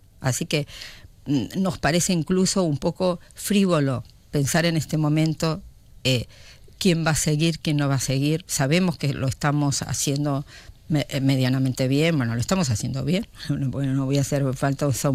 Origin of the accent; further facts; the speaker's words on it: Argentina; now in Spain; yo como argentina, viví cuando tenía 22 años y estaba en quinto año de medicina, la guerra de las Malvinas.